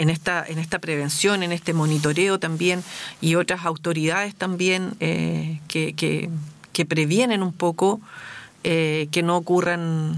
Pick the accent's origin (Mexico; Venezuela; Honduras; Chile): Chile; Linares, Maule; born there; Yo soy de acá de Linares, nací en Linares